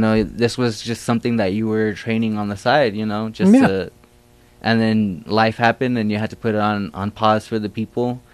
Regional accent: Fontana, California, United States; I'm from Fontana.

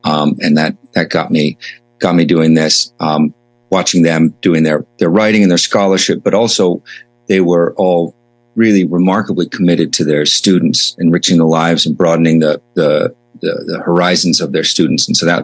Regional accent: New York, United States; now in California, United States; Yeah, I'm from New York, from upstate New York, and I went to SUNY Albany as an undergrad, State University of New York at Albany.

